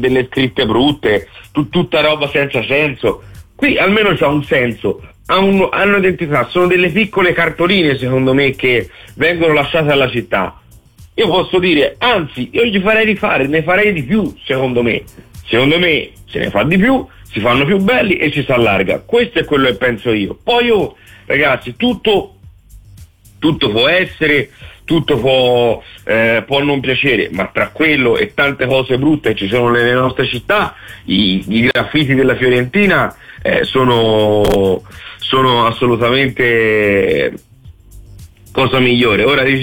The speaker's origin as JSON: {"language": "Italian", "town": "Campi Bisenzio", "region": "Tuscany", "country": "Italy", "said": "io vengo da Campi, sono stato a Sesto, sono stato a Firenze"}